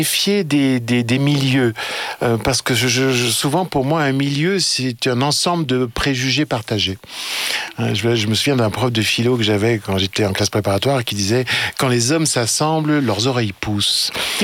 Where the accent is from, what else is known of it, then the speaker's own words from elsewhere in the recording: Lyon, Auvergne-Rhône-Alpes, France; born there; moved away as an adult; also born or lived in Belgium; Je suis né à Lyon